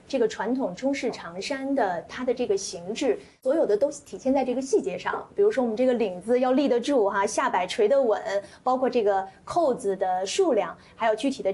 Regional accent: China; 体现了我们中国人讲究这个衣冠在道

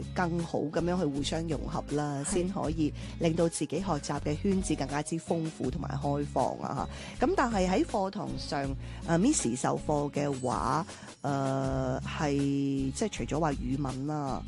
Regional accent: Henan, China; Cantonese is a second language; 确实你话相对话我河南人啊，或者系其他地方学咧，确实都系有一定嘅挑战嘅。

